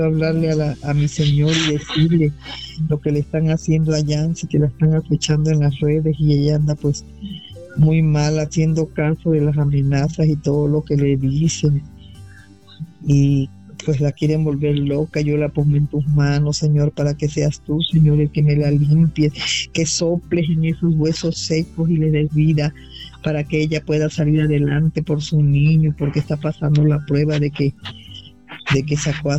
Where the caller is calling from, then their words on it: Aguascalientes, Mexico; De aquí de Aguascalientes